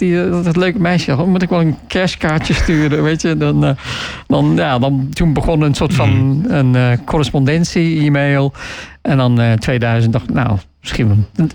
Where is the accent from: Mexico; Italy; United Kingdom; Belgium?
United Kingdom; England; moved away as an adult; now in Netherlands; Nee, ik ben Brit.